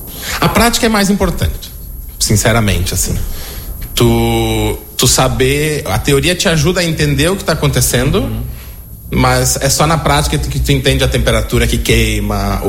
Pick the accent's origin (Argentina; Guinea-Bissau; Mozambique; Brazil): Brazil; moved away as an adult; also born or lived in Lajeado; now in Portugal; Ser brasileiro é muito bom. E morar fora dá muito mais vontade de dizer que eu sou brasileiro.